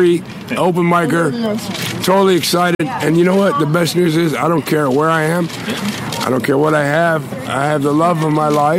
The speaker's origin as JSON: {"language": "English", "town": "Wheeling", "region": "West Virginia", "country": "United States", "also_born_or_lived": "Hollywood", "moved": "yes", "lives_now": "Toronto, Canada", "said": "I'm from Wheeling, West Virginia. And I went home for the first time in 27 years last summer"}